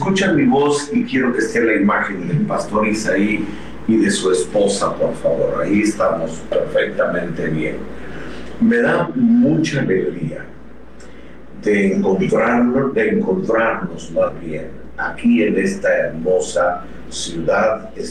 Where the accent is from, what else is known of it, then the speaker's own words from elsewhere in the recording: Mexico; born there; todos los que nacimos en México